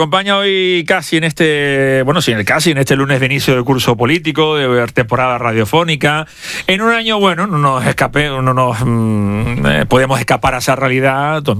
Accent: Canary Islands, Spain; accent: Canarian; nosotros también hoy desde COPE Canarias apostando por contarte con acento canario, con nuestro acento

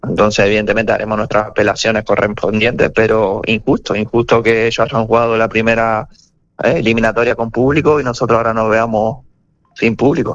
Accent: Canary Islands, Spain; no sé si es porque somos de Canarias y los medios nos han apabullado de todos lados

